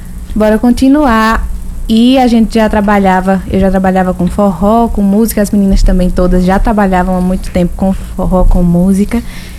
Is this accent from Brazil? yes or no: yes; Brazil; moved away as an adult; now in Bahia, Brazil; E eu me identifiquei muito com a minha cultura ancestral, dos meus avós, que eram todos agricultores, né? E eu sempre, como brasileira e japonesa